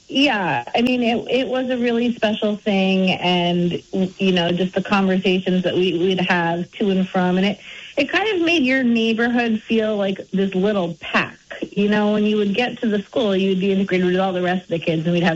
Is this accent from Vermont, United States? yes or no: yes; West Glover, Vermont, United States; so I grew up in West Glover, Vermont, and near the end of Lake Parker, and I grew up on a dirt road.